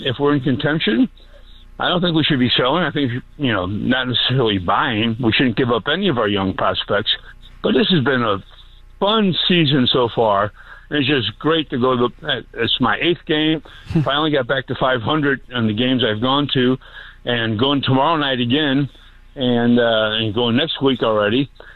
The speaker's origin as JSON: {"language": "English", "town": "St. Louis", "region": "Missouri", "country": "United States", "tie": "born or raised there", "also_born_or_lived": "Columbia, Missouri", "moved": "as an adult", "said": "I've only been back in town for 2 years. I grew up here in St. Louis."}